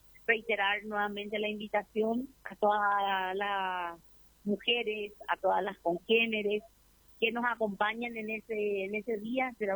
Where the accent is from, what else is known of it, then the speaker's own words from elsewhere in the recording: Paraguay; lo que nos caracteriza como paraguayos